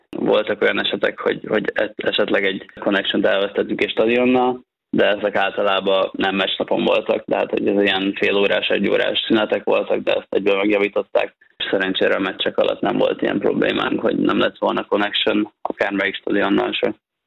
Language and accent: Hungarian; Hungary